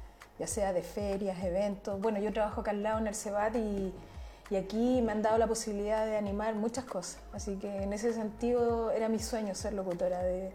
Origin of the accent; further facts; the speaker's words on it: Santiago, Santiago Metropolitan Region, Chile; moved away as an adult; now in Tomé, Chile; Tengo muy buenos recuerdos de mi infancia, de mi niñez allá en Santiago.